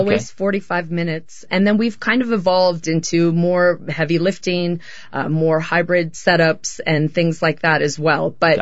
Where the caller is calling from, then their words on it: Park City, Utah, United States; I am calling in from Park City, Utah.